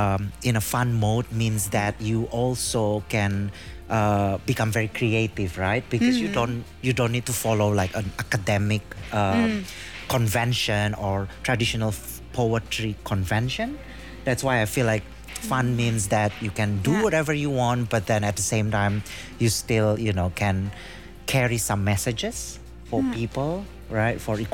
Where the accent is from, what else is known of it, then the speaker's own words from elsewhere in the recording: Indonesia; moved away as an adult; now in Australia; back in Australia and in my home country, Indonesia